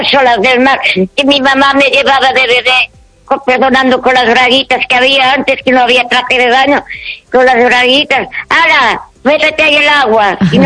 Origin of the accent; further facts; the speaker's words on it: Marín, Galicia, Spain; born there; yo era un bebé que nací en Marín